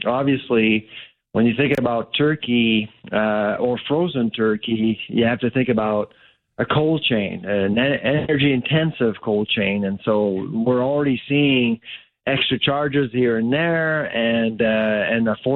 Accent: Halifax, Nova Scotia, Canada; Of course, I'm from Halifax, so obviously very few people will celebrate Thanksgiving eating lobster

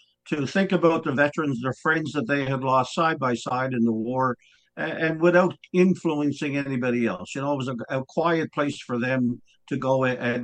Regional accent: Carpentier, Newfoundland and Labrador, Canada; In my hometown here in Carpentier, Newfoundland, we have 200 members

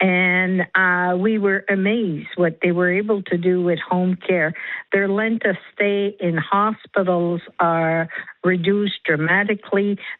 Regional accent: New Brunswick, Canada; I'm from New Brunswick, but also Manitoba had what we used to call extramural

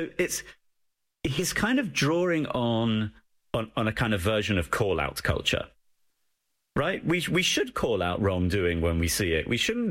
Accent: England, United Kingdom; Sorry, I'm English.

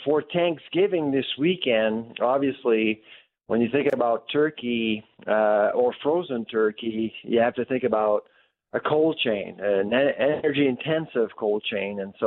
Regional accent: Halifax, Nova Scotia, Canada; I'm from Halifax

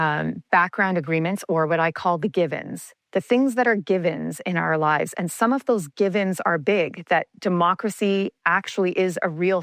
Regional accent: Canada; I'm a Canadian, I would have never thought that our relationship with the U.S. would become destabilized.

